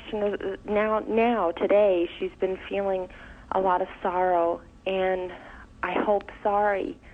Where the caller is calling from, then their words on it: Lincoln, Nebraska, United States; I'm from Lincoln, Nebraska.